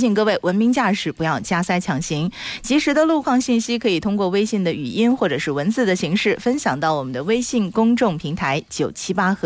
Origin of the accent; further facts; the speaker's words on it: Kaifeng, Henan, China; 我记得以前因为我老家在开封，那么我们的开封沙瓤西瓜特别多，一到夏天家里都摆了一地的西瓜。